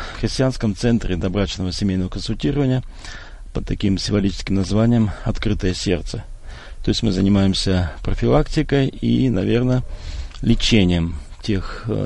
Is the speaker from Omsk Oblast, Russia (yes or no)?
yes; Omsk, Omsk Oblast, Russia; мы приехали из России, здесь находимся в гостях, и мы живем в самом сердце, в самом центре России, в Сибири, в городе Омске.